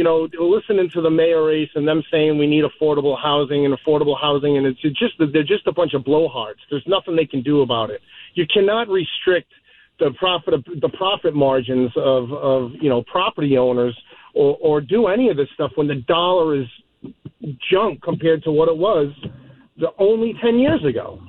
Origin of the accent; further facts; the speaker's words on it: East Providence, Rhode Island, United States; now in Charlestown, United States; I'm from East Providence. I live in Charlestown now.